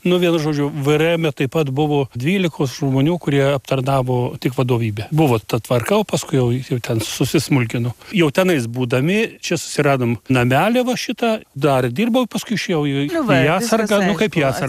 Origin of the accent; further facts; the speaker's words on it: Seredžius, Tauragė County, Lithuania; moved away as an adult; also born or lived in Vilnius; now in Jukniškiai, Lithuania; Seredžiui gimiau, užaugau, su žmona Seredžiui gyvenam, pasistatėm namus, paskui prasidėjo nepriklausomybė, papuolėm į Vilnių